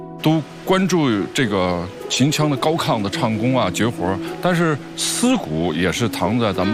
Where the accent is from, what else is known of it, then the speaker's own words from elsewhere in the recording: Shaanxi, China; moved away; 我是陕西出来的，我其实对陕西呢这个秦腔是一点都不陌生，